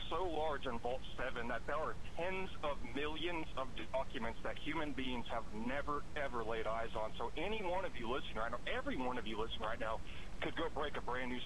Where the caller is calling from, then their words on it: Texas, United States; West Texas.